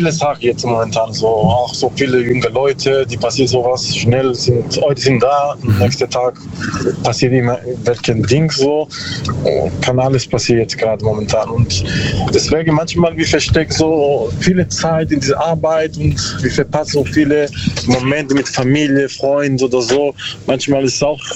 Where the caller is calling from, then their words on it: Bruchsal, Baden-Württemberg, Germany; Bruchsal, so.